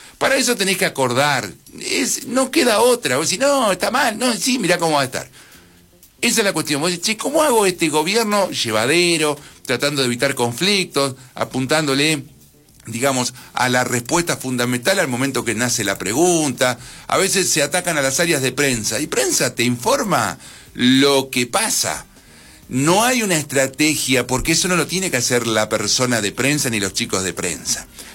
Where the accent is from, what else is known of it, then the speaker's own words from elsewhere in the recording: Carmen de Patagones, Buenos Aires Province, Argentina; soy de Patagones